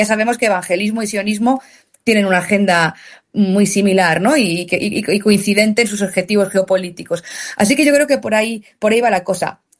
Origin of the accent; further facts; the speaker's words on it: Madrid, Community of Madrid, Spain; porque yo como madrileña, que sufro vivir aquí